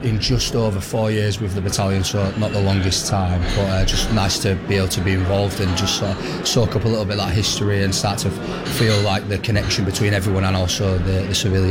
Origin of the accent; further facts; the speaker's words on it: Leeds, Yorkshire and the Humber, United Kingdom; moved away as an adult; I'm from Leeds originally.